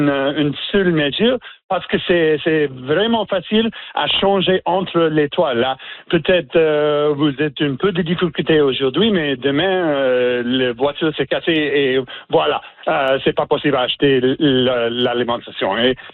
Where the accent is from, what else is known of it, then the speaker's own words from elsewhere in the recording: Newfoundland and Labrador, Canada; French is a second language; chez nous, en Terre-Neuve et Labrador